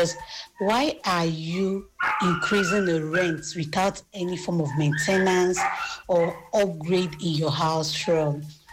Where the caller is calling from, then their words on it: Aja, Lagos, Nigeria; I'm venting from Aja.